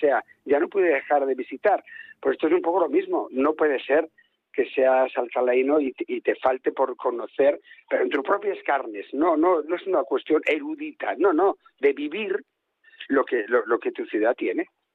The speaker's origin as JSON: {"language": "Spanish", "town": "Oviedo", "region": "Asturias", "country": "Spain", "moved": "as an adult", "said": "yo llegué, perdón, de Oviedo a Madrid a estudiar arte dramático, en fin, etcétera, etcétera, y tardé 7 años en visitar Toledo"}